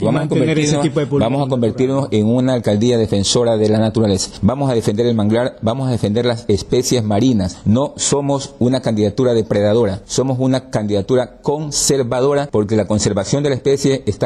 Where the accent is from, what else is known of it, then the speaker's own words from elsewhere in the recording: Esmeraldas, Ecuador; es un nuevo cantón, el nuevo Eloy Alfaro, que solamente está conformado por tres parroquias rurales, una urbana, y créeme que esa es mi tierra natal, es donde yo me he desarrollado